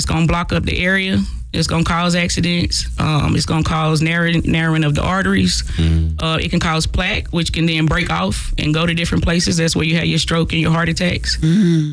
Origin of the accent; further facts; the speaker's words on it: Winston-Salem, North Carolina, United States; So I'm born and raised in Winston